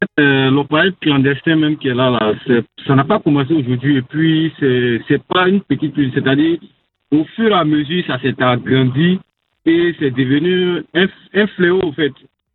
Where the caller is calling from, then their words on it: Bingerville, Abidjan, Côte d’Ivoire; Je vous appelle de Bengerville.